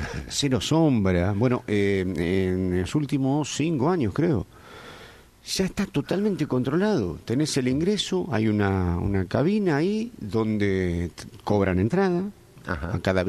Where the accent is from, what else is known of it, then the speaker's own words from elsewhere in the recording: San Antonio Este, Río Negro, Argentina; born there; Yo nací en San Antonio Este.